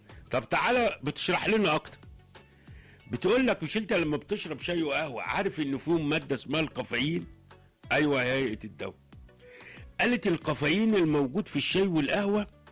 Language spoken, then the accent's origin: Arabic; Egypt; كمواطنين كمصريين